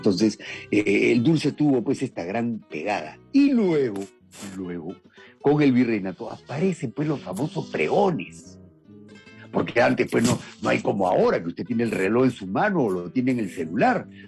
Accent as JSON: {"language": "Spanish", "region": "Lima", "country": "Peru"}